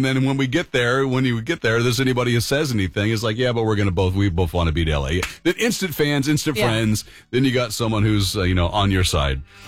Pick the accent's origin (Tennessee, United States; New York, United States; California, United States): California, United States; San Diego; I grew up in San Diego